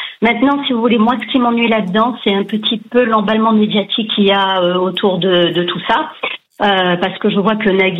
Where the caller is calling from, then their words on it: Provence-Alpes-Côte d'Azur, France; Des Alpes-Maritimes.